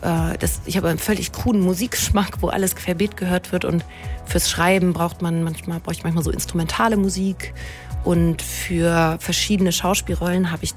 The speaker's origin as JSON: {"language": "German", "region": "Bavaria", "country": "Germany", "tie": "born or raised there", "accent": "Upper Bavarian", "said": "Es könnte sein, dass mal der ein oder andere fränkische Satz rausrutscht oder mein Oberbayerisch, was ich quasi aus meiner Kindheit noch kann."}